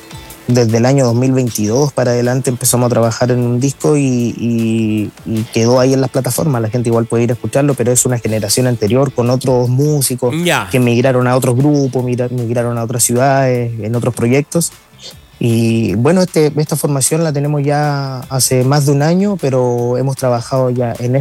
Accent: Ovalle, Coquimbo, Chile; also born or lived in El Salvador, Atacama; now in Arica, Chile; Yo nací en El Salvador, pero pasé mi vida igual ahí en Ovalle, en Quilitapia.

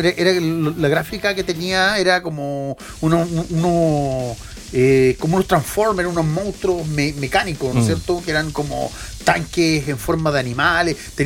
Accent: Concepción, Biobío, Chile; yo que soy de Concepción

